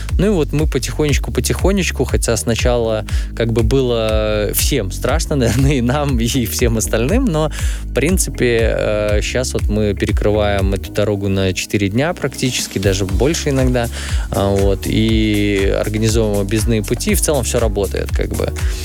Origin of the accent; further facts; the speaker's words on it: Braslaw, Vitebsk Region, Belarus; мы сами из Браслава.